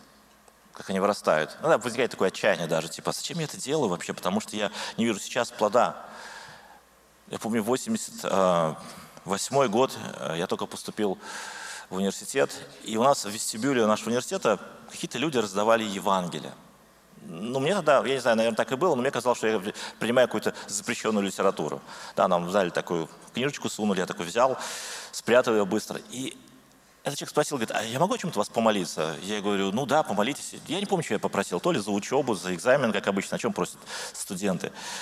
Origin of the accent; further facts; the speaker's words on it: Saratov Oblast, Russia; Поскольку я из Саратовской области, я немножко больше говорю об этом.